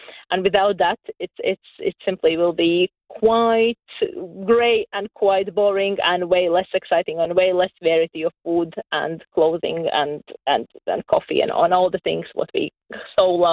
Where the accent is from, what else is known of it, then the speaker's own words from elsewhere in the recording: Latvia; now in United Kingdom; I'm from Latvia, and my mom was a beekeeper. So I grew up with bees. And then when during pandemic, living here in UK